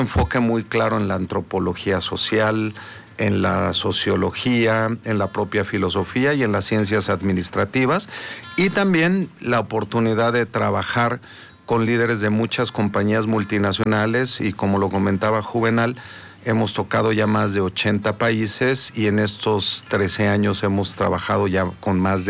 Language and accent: Spanish; Mexico; moved away as an adult; now in Germany; México es mi raíz, es en donde yo he nacido, en donde he crecido